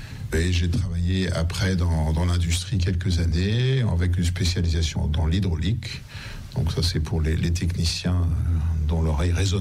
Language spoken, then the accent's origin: French; Meudon, Île-de-France, France; born there; also born or lived in Paris; j'ai 58 ans, je suis né en 67, je suis né à Paris, 8e, j'ai beaucoup vécu à Meudon, entre Paris et Versailles.